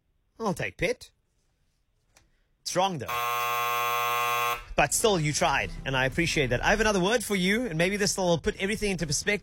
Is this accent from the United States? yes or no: no; South Africa; Important because we're South African and we embrace all cultures, languages, religions, and creeds. That is who we are.